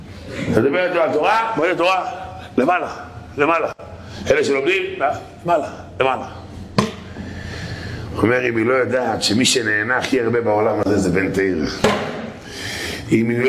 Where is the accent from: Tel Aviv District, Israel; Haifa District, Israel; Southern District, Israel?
Tel Aviv District, Israel; Holon; אני גדלתי בחולון.